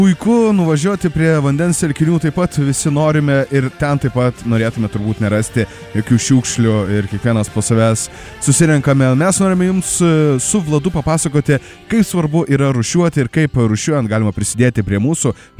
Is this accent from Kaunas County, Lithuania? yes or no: yes; Kaunas, Kaunas County, Lithuania; nesam čia mes kauniečiai išskirtiniai